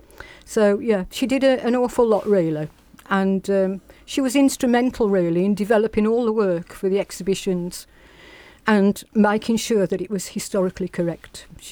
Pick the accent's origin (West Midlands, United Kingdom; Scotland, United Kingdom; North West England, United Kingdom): West Midlands, United Kingdom; Wolverhampton; born there; I was born in Wensfield. Actually, I was born in Marsh End, which was originally Marsh End